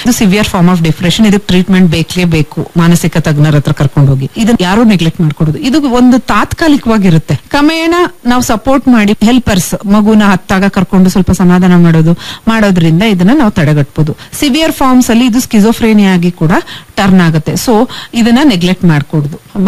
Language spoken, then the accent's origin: Kannada; Karnataka, India